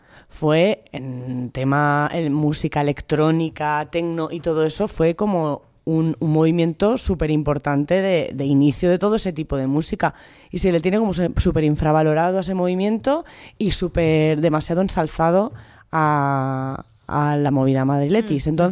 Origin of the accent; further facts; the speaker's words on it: Valencian Community, Spain; yo soy de Les Fabiles